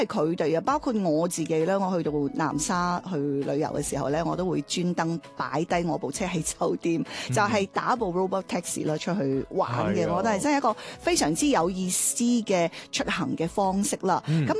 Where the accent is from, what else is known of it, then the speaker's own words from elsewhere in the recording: China; 比我哋中國人更加知了解我哋國家嚇，